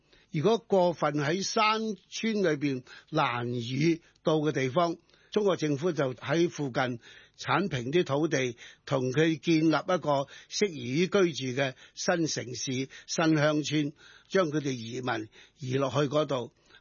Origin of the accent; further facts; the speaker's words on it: Hong Kong; 我作為一個港人